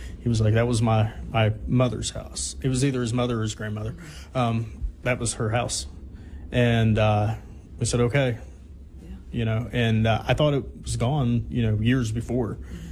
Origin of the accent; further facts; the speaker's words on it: Clarksburg, West Virginia, United States; I lived in Clarksburg. I was raised in Clarksburg at the time.